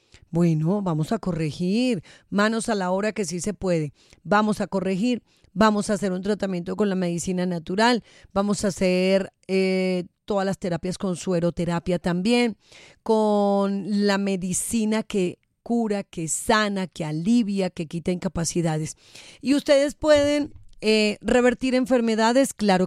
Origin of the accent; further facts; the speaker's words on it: Soracá, Boyacá, Colombia; now in Bogotá, Colombia; Soracá, Boyacá, mi tierra querida.